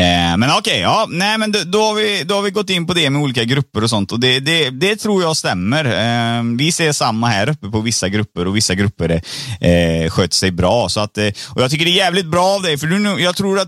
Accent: Sri Lanka; now in Sweden; Nej, men jag är från Sri Lanka. Men jag bor i Sverige här på semester.

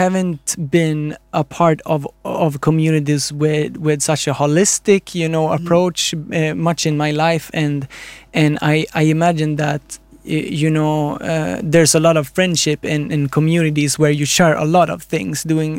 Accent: Sweden; growing up in Sweden

